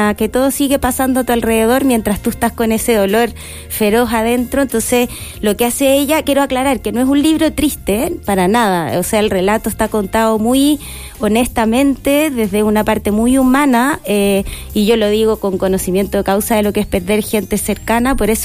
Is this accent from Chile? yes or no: yes; Chile; y también, por qué no, de cómo somos los chilenos enfrentados a distintas situaciones.